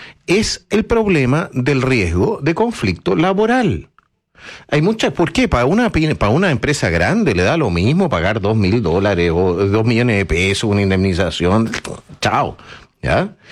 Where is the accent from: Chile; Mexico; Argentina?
Chile; Somos todos chilenos.